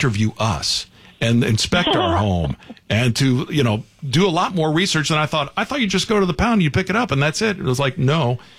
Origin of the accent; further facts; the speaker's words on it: Florida, United States; And I'm keeping my eye personally because I'm from Florida.